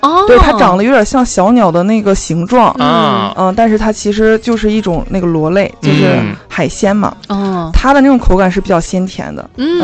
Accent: Penglai, Shandong, China; moved away; 我的家乡就是一个滨海小城。也是八仙过海传说的地方。我们那边有一句标语，就是到蓬莱过神仙日子。

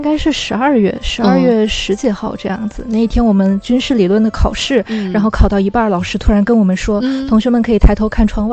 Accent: Haikou, Hainan, China; moved away as an adult; now in Shandong, China; 我是在海口本地出生长大的

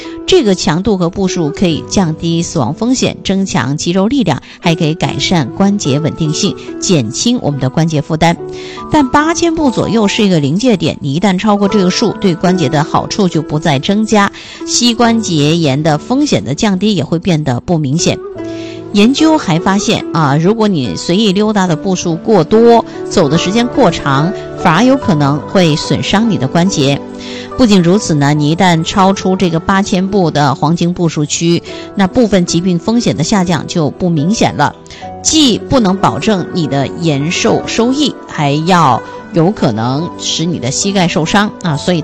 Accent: China; 我们中国人

